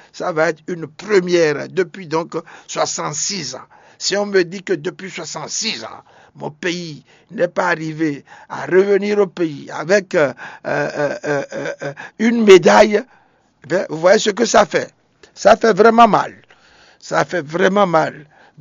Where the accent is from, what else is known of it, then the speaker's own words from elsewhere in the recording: Benin; Nous sommes tous des Béninois.